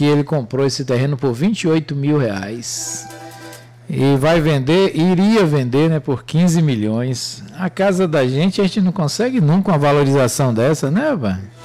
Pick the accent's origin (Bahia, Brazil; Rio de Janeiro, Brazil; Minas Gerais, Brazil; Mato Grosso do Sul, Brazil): Bahia, Brazil; Maragogipe; moved away; eu vou para minha terra fazer minha identidade lá na Maragogipe, terra boa.